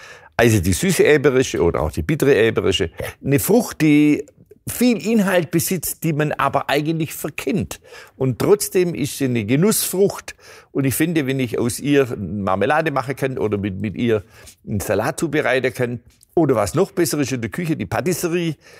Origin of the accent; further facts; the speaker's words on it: Baden-Württemberg, Germany; born there; Nun ja, die Streuobstwiese, ich bin in der Nähe geboren. Die Schwäbische Alb hat so viele dieser Flächen.